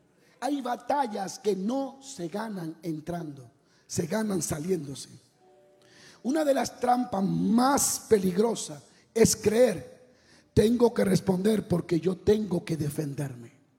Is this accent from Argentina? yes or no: no; Dominican Republic; Domingo y llegué allá al aeropuerto. Y siempre que yo iba bendecido, yo siempre sabía cómo manejarme. En mi país hay que saber cómo manejarse.